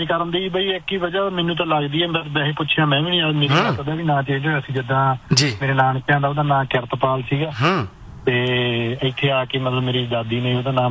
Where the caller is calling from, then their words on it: Faridkot, Punjab, India; ਮੈਂ ਵੀ ਫਰੀਦਕੋਟ ਤੋਂ ਆ ਬਾਈ